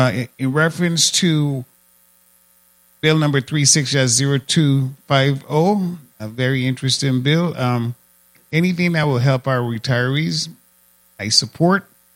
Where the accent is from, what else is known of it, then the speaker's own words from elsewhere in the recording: Frederiksted, St. Croix, U.S. Virgin Islands; I grew up in Williams Delight, 117.